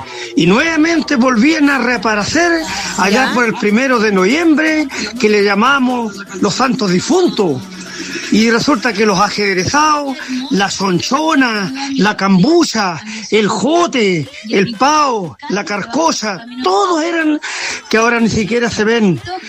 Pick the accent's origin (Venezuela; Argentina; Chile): Chile; Linares, Maule; moved away; allá por mi tierra, por Linares